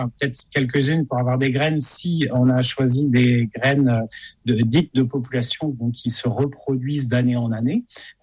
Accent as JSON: {"language": "French", "region": "Brittany", "country": "France", "said": "peut cultiver ben, chez nous en Bretagne."}